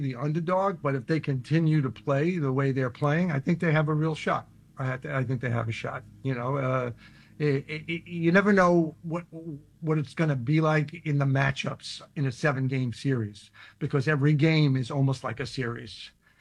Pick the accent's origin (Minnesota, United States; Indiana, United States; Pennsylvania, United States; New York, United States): New York, United States; Queens; Well, actually, I was born in Brooklyn, but I grew up in Hollis and Queens. Then I moved to Rosedale.